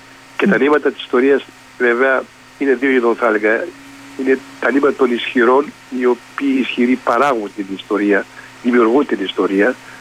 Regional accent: Kavala, Eastern Macedonia and Thrace, Greece; born there; now in Alexandroupoli, Greece; χαιρετώ την πατρίδα μου, την Καβάλα.

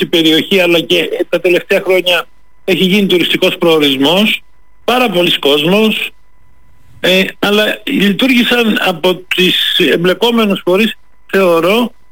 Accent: Athens, Attica, Greece; born there; Έχω γεννηθεί στην Αθήνα κατά λάθος.

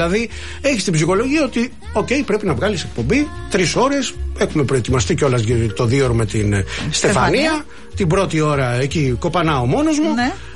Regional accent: Mani, Peloponnese, Greece; εγώ που είμαι από τη Μάνη.

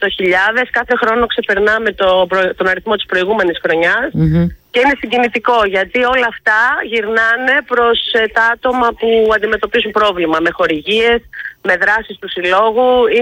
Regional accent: Piraeus, Attica, Greece; now in Athens, Greece; Ναι, ωραία, και εγώ είμαι Πειραιώτισσα, να ξέρεις. Αλλά είμαι εδώ πάνω τώρα, στην Αθήνα.

